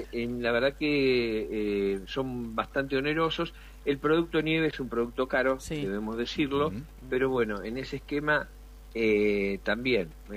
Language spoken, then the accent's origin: Spanish; Bahía Blanca, Buenos Aires Province, Argentina; yo vengo de una zona de playa, vengo de Bahía Blanca, de esa zona